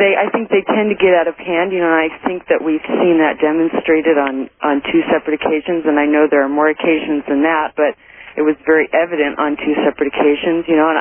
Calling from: Washington, United States; I actually live in Washington. I'm in Montana right now.

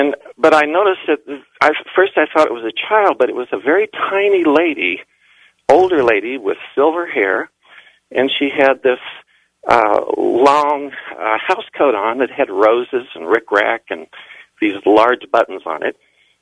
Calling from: Kansas City, Missouri, United States; calling from Kansas City, Missouri, 77 Talk Radio.

